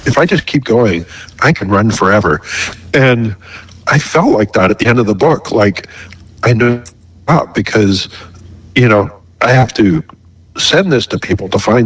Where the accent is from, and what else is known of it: Toronto, Ontario, Canada